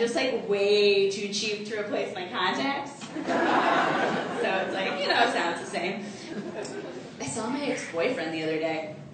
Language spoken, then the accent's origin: English; Arkansas, United States; So, like Sharup, I too am an immigrant. I'm from Arkansas. I love to joke about Arkansas, and I especially love to joke about my family.